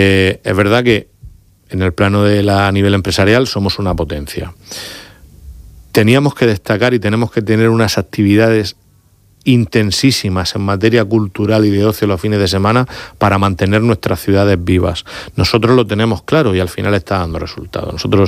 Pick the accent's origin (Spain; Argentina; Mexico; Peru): Spain; Santomera, Region of Murcia; Yo soy un enamorado de mi pueblo, soy alcalde, además se me nota.